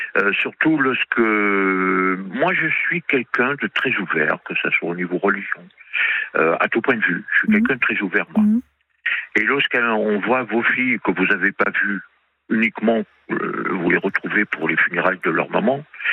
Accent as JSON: {"language": "French", "region": "Réunion", "country": "France", "tie": "born there", "also_born_or_lived": "Metropolitan France", "moved": "as an adult", "lives_now": "Antony, France", "said": "J'ai grandi à La Réunion, mmh. Je suis métropolitain."}